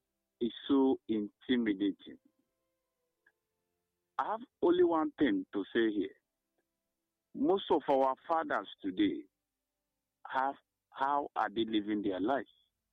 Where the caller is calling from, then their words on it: Nigeria; And I'm calling from Gbabinimbo. Gbabinimbo is in Uzowa, in the local government.